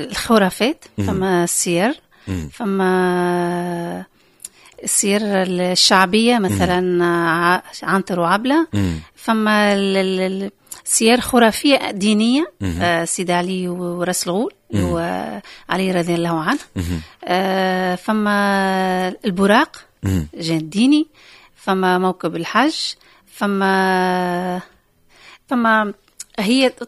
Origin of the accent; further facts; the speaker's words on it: Tunisia; احنا في بلادنا تونس